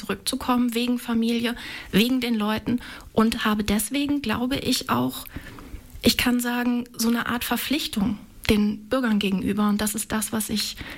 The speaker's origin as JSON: {"language": "German", "town": "Bad Lauterberg", "region": "Lower Saxony", "country": "Germany", "tie": "born or raised there", "also_born_or_lived": "Northeim", "said": "Also ich bin in Nordheim geboren und am ersten Tag nach Osterhagen gekommen und habe dann in Barbes gewohnt und dann in Lauterberg. Das heißt, ich kenne 2 der 3 Orte als meinen Lebensmittelpunkt."}